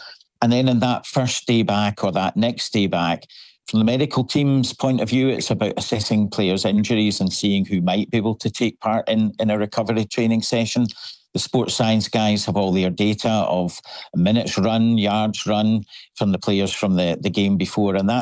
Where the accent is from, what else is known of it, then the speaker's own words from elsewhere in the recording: Scotland, United Kingdom; now in Vancouver, Canada; everybody knows I'm from Scotland